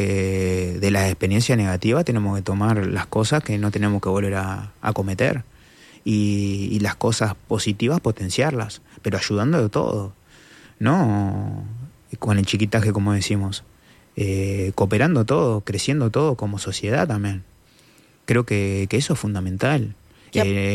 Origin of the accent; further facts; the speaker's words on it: Uruguay; moved away; yo que soy recontra uruguayo, me toca vivir afuera